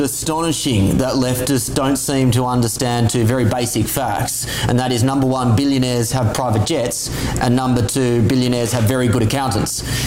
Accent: Australia; 3 years in my home country of Australia

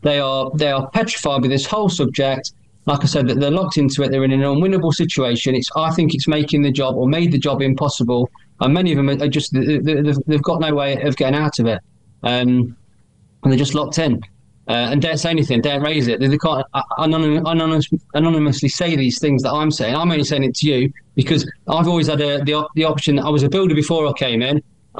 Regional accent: Nottingham, East Midlands, United Kingdom; I'm from Nottingham. I worked in a neighbouring force, not Nottinghamshire Police.

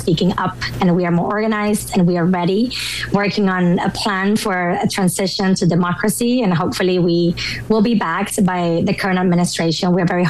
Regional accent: Cuba; Life in Cuba was basically about never having freedom or anything.

